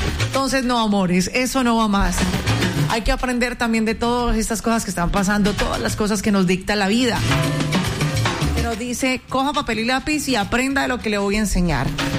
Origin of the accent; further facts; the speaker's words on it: Colombia; como buena colombiana no me varo